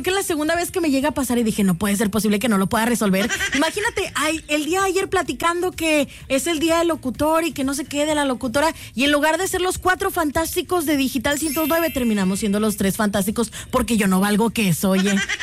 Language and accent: Spanish; Mexico; ¿cómo puede ser posible que nosotros nos vistamos disque de mexicanos cuando ya somos mexicanos?